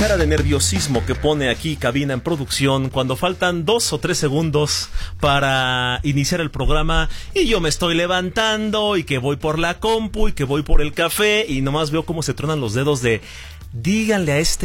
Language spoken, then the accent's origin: Spanish; Mexico